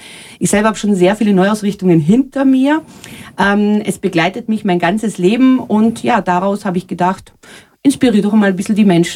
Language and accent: German; Austria; born there; moved away as an adult; also born or lived in Germany